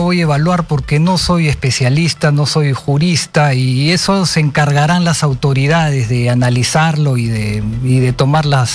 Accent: Peru; Esto es un problema grave que tenemos como peruanos

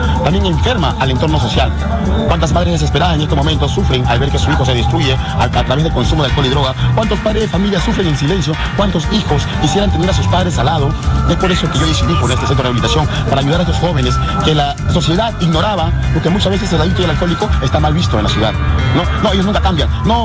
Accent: Huaral, Lima, Peru; Un huaralino como yo

